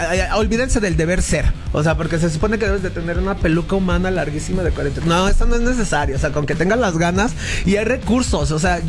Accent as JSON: {"language": "Spanish", "town": "Ecatepec", "region": "State of Mexico", "country": "Mexico", "said": "Soy de Catepec."}